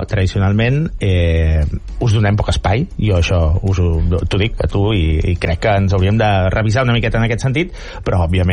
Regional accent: Sabadell, Catalonia, Spain; els que som de Sabadell

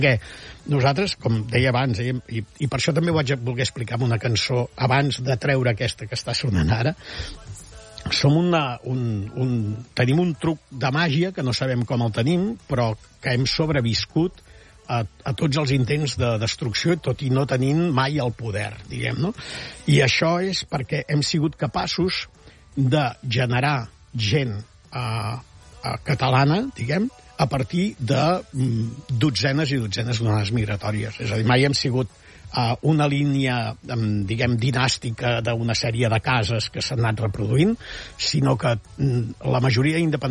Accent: Catalonia, Spain

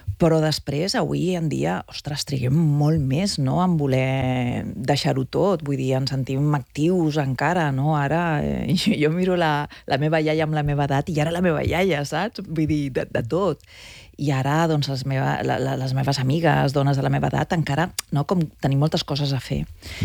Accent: Barcelona, Catalonia, Spain; also born or lived in Madrid, Spain; Però jo soc del barri de la Sagrada Família, que ara m'emociona moltíssim.

